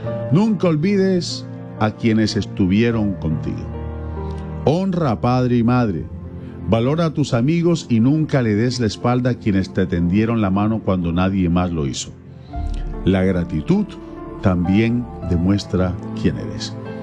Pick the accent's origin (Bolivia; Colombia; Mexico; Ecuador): Colombia; nosotros los colombianos